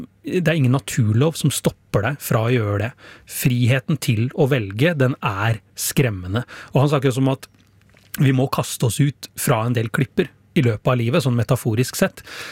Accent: Porsgrunn, Telemark, Norway; Ja, altså, det var cup hjemme i Porsgrunn. Jeg var kanskje 11-12 år gammel, og vi fikk en avgjørende straffe på overtid.

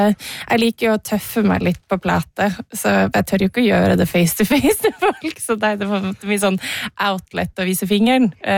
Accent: Northern Norway, Norway; jeg kommer fra Nord-Norge, og vi har hytta på Senja. Så troll I Senja har jo jeg vokst opp med.

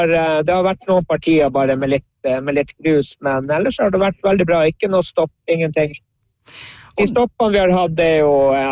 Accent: Troms og Finnmark, Norway; Og det er jo som Finnmarking og Tromsværing av flest.

